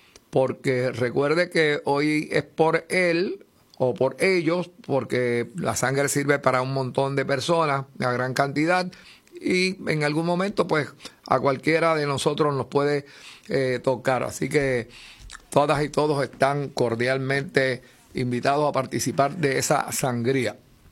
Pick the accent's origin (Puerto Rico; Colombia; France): Puerto Rico; Somos así los boricuas.